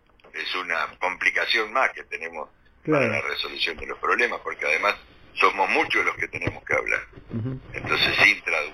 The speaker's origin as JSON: {"language": "Spanish", "country": "Argentina", "said": "nosotros venimos de Argentina, somos peronistas"}